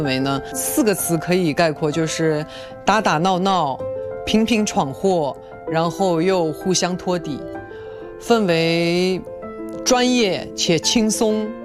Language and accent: Chinese; Northeast China, China; accent: Northeastern; 因为一开始我以为我东北口音就是东北方言还挺好的，但是我到了沈阳之后，我发现我以为自己很好的东北口音，它其实是有很微妙的